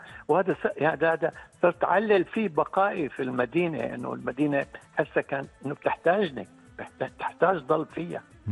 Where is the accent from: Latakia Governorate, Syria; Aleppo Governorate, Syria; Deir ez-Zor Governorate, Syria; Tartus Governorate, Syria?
Latakia Governorate, Syria; Latakia; طبعا مدينتي اللاذقية مدينة أنا يعني بقول ممكن بقول انصلبت عليها وانتميت لها